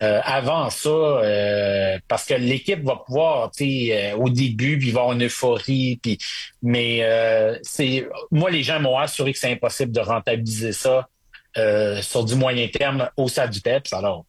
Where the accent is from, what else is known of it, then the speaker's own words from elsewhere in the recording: Quebec, Canada; Parce que moi, j'ai grandi au Saguenay.